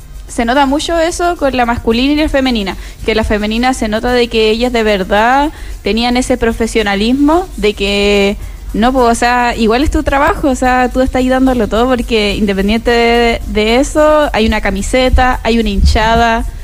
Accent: Mejillones, Antofagasta, Chile; no es mi ciudad, porque yo soy de Mejillones, pero... no sé, yo amo mi región y amo el norte

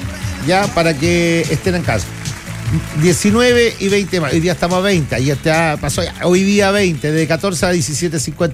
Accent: Chile; yo soy chileno.

